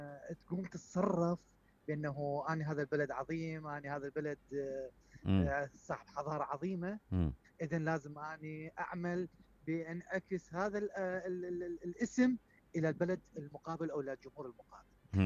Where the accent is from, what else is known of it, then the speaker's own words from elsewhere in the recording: Iraq; بس بالنتيجة أحترم يعني بينه وأنا عراقي بهذا الموضوع يعني.